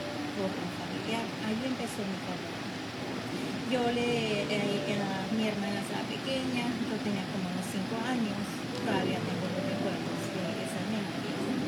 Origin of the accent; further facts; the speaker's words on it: Mexico; moved away; Esa fue una de las razones que nosotros emigramos para acá, de los Estados de México para acá, porque alguien más me acusó, un familiar